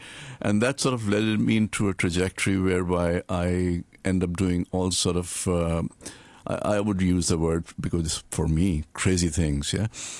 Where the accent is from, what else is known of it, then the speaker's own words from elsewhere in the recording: Pakistan; now in Hong Kong, Hong Kong; So originally I'm from Pakistan, and I'm an ex-military officer, and I had a spinal injury at a very young age, when I was 21 years old.